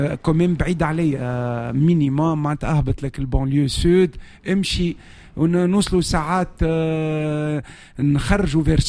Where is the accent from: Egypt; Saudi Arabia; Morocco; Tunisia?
Tunisia; اللي عندنا في تونس